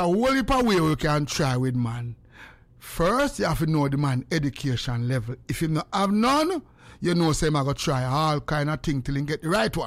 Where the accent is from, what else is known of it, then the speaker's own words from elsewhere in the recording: Jamaica; Me never think we as Jamaican need no therapist.